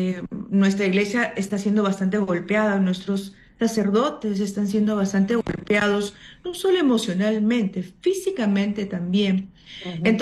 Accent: Peru; a nosotros como peruanos en poder fortalecer Radio María aquí en Perú

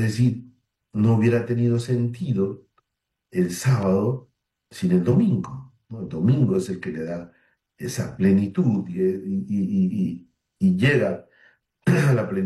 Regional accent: Tumbes, Peru; Saludar a todos nuestros hermanos norteños, mis paisanos, yo soy de Tumbes

